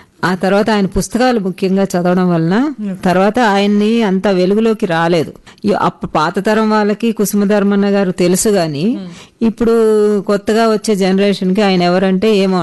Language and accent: Telugu; Hyderabad, Telangana, India; moved away as an adult; also born or lived in Rajahmundry; నెల్లూరు వాస్తవ్యులు, వారు హైదరాబాద్లో సెటిల్ అయ్యారు కాబట్టి నేను ఇక్కడే హైదరాబాద్లోనే పుట్టి పెరిగాను కాబట్టి ఇక్కడే చదువుకున్నాను.